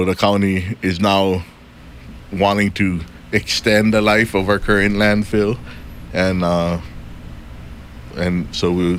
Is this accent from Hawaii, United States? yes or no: yes; Kauai, Hawaii, United States; being born and raised on Kauai